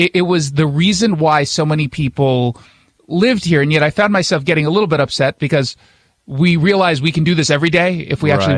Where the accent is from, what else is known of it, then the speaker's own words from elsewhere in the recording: Los Angeles, California, United States; moved away as an adult; also born or lived in New York; now in Seattle, United States; So I've been here 17 years or so. So I was born in New York, but I grew up in Los Angeles. I ended up coming out here about 16, 17 years ago.